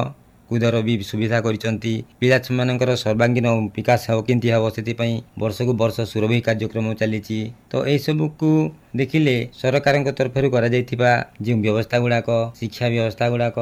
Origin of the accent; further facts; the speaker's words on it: Odisha, India; ଯେତେବେଳେ ଆମେ ସାନ ଥିଲୁ, ଆମ ଗାଁରେ ତ ସେତେବେଳେ ସ୍କୁଲ ନେଇ ଥାଇ, ଆମର ପାଖେ ଯେନ୍ ଅଛି ଧରାମାଲ ଗାଁ ବୋଲିକରି, ସେନେକି ଆମେ ଚାଲି ଚାଲି କରି ପାଠ ପଢ଼ି ଯାଉଥିଲୁ।